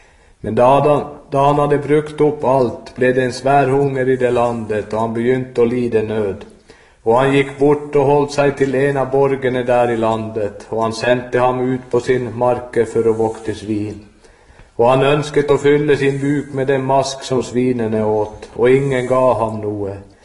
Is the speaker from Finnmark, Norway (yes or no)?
yes; Alta, Finnmark, Norway; så kommer jeg fra Alta, fra den leste av de ankeverket.